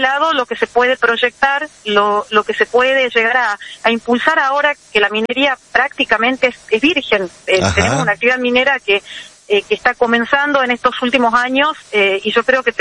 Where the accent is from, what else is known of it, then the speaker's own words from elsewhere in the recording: Argentina; Estamos, sí, obviamente, como argentinos